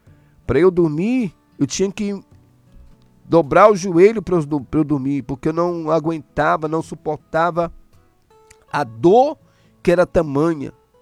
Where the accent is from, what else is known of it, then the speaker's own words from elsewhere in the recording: Salvador, Bahia, Brazil; lá em Salvador, eu sou baiano